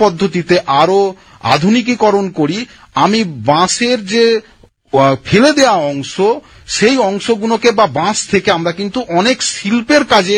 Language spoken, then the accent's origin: Bangla; West Bengal, India